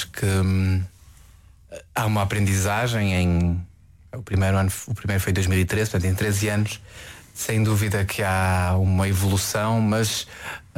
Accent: Porto, Norte, Portugal; also born or lived in Azores; eu nasci nos Açores e, ou seja, na realidade vivi quase a minha vida toda no Porto, em território nacional.

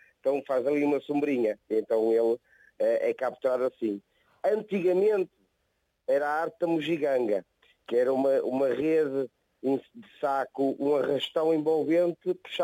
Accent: Aguda, Norte, Portugal; Eu nasci aqui na Aguda, fui criado aqui na Aguda, neto de pescadores, sobrinho de pescadores.

